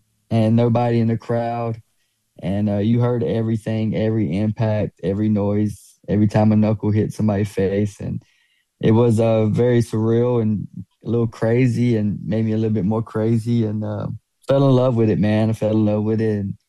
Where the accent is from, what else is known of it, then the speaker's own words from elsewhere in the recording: Pembroke, North Carolina, United States; I grew up in Pembroke, North Carolina. It's pretty rough. It's still rough. You know, it's a place where everybody knows everybody.